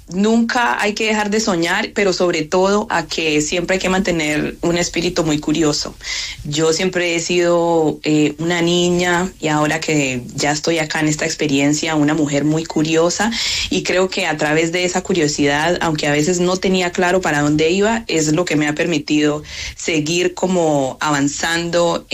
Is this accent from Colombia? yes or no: yes; Chocó, Colombia; aunque yo salí del Chocó, el Chocó nunca ha salido de mi cuerpo, de mi mente y de todos los proyectos que yo he realizado.